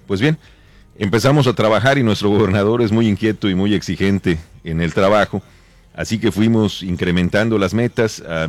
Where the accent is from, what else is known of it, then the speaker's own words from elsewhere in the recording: Yucatán, Mexico; Pues mira, es algo muy, muy bonito, muy gratificante como funcionario y más como yucateco.